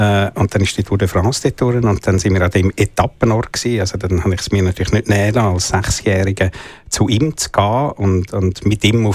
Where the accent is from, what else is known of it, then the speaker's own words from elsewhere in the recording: Zurich, Switzerland; ich bin aufgewachsen am Letzigraben und das war gerade neben dem Letzigrund gewesen